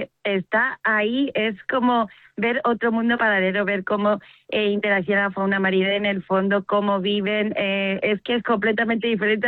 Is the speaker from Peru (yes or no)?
no; Madrid, Community of Madrid, Spain